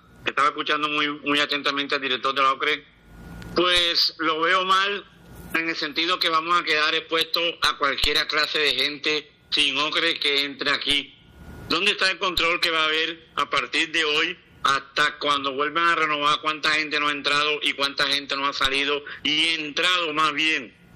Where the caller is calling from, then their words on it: San Andrés, Providencia and Santa Catalina, Colombia; aquí en San Andrés